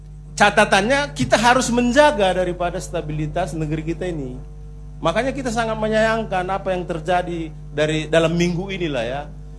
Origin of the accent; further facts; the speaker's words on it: North Sumatra, Indonesia; kulo saya ini orang Batak.